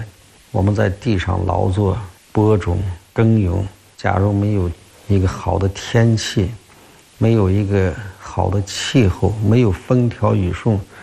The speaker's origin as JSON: {"language": "Chinese", "region": "Xinjiang", "country": "China", "tie": "born or raised there", "moved": "as an adult", "said": "其实小时候觉得自己家乡是很小的，就小到每天早晨的太阳就从你家东边的柴垛后面升起，黄昏落日就落在你家的西边的泥巴墙后面。"}